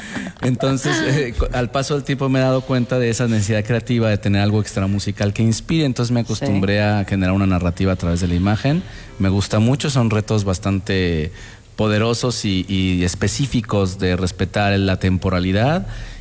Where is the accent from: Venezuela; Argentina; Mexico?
Mexico; moved away; yo empecé a estudiar guitarra clásica en mi país